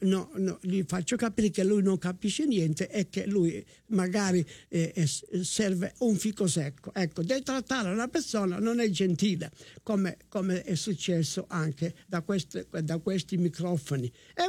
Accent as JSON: {"language": "Italian", "town": "Cosenza", "region": "Calabria", "country": "Italy", "accent": "Cosentino", "said": "non è che io adesso mi butto a parlare il mio cosentino, il mio dialetto"}